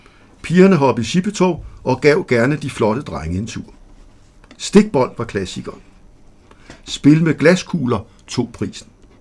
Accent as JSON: {"language": "Danish", "town": "Rødovre", "region": "Capital Region of Denmark", "country": "Denmark", "tie": "born there", "also_born_or_lived": "Værløse"}